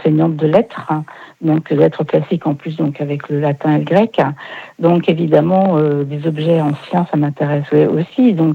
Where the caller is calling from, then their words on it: Le Mans, Pays de la Loire, France